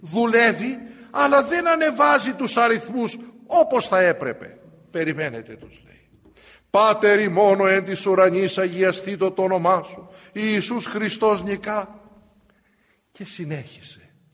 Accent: Greece; Σε ορθόδοξη χώρα να μην τολμούμε?

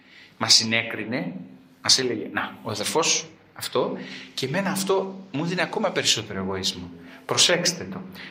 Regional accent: Greece; σαν Έλληνες πως είμαστε πολύ φιλότιμοι άνθρωποι

